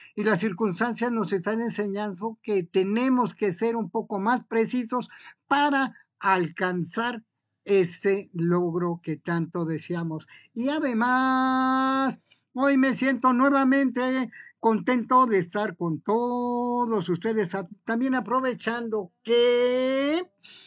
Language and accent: Spanish; Mexico; Yo en lo particular me siento orgullosamente mexicano, punto. ¿Eso qué quiere decir? Que me siento muy orgulloso de todo mi país, del norte a sur.